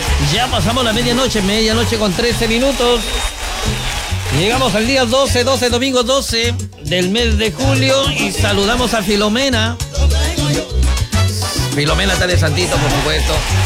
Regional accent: Romeral, Maule, Chile; y nosotros somos de Romeral, por supuesto, ahí le vamos a tocar.

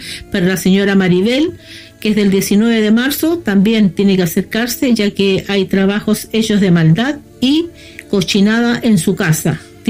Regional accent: Curicó, Maule, Chile; nací el 22 de octubre y soy de Curicó.

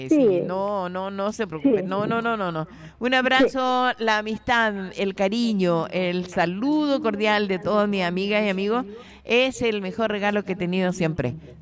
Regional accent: Santa Cruz, O'Higgins, Chile; born there; saludos a Santa Cruz, mi ciudad natal.

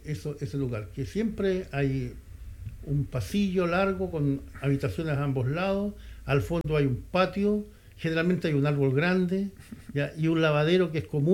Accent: Yerbas Buenas, Maule, Chile; also born or lived in Linares / Colbún; yo soy oriundo de Hierbas Buenas, comuna de Linares también.

